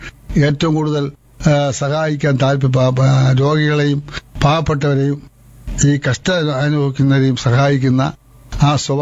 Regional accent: Vellanad, Kerala, India

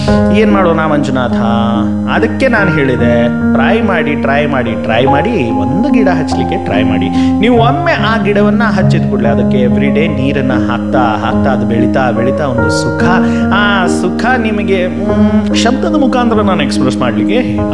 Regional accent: Belagavi, Karnataka, India

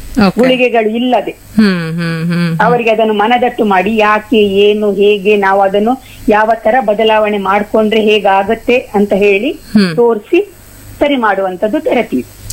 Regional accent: Mangaluru, Karnataka, India; moved away as an adult; now in Saligrama (Sasthana), India; ನಾನು ಮಂಗಳೂರು ಬದಿಯವಳು, ಮದುವೆ ಆಗಿ ಸಾಸ್ತಾನ ಊರಿಗೆ ಬಂದೆ, 30 ವರ್ಷ ಆಯ್ತು.

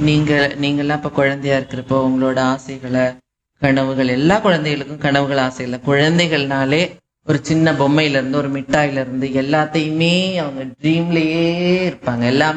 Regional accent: Madurai, Tamil Nadu, India; நாங்க பிறந்தது மதுரையில.

